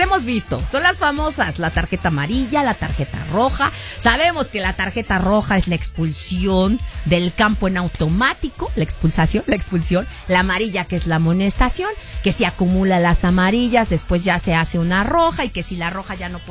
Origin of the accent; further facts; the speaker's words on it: Mexico; me hace sentir muy orgullosa como mexicana, porque se empezó a aplicar aquí en México